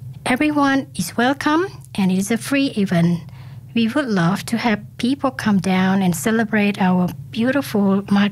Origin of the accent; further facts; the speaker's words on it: Phnom Penh, Cambodia; English is a second language; moved away as an adult; now in Alice Springs, Australia; I am from Phnom Penh, Cambodia, and I've been living in here Embattoir Alice Springs for about 2 years.